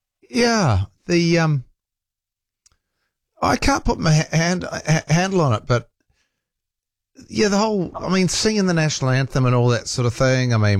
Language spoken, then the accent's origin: English; New Zealand; Am I proud of being a New Zealander?